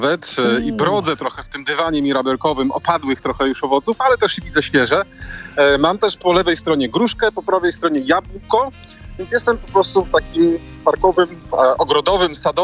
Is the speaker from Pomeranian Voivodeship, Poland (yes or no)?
no; Warsaw, Masovian Voivodeship, Poland; przy mojej szkole podstawowej, akurat na Woli